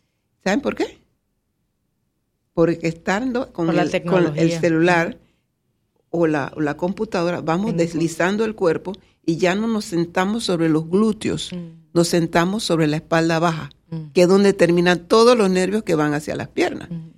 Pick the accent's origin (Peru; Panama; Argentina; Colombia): Panama; Colón; yo soy de Colón.